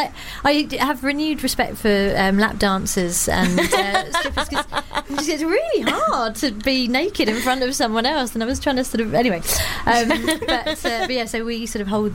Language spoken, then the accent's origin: English; London, United Kingdom; going on stage and saying, oh, I'm from London, or, you know, being in any way a southerner was bad.